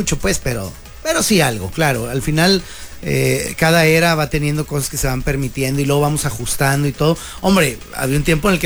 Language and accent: Spanish; Mexico; mexicanote hasta las cachas.